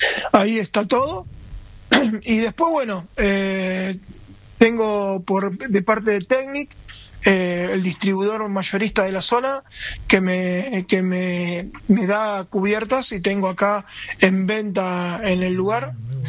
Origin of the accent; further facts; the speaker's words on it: Rosario, Santa Fe, Argentina; moved away as an adult; now in Villa San Isidro, Argentina; Y nosotros somos oriundos de Rosario.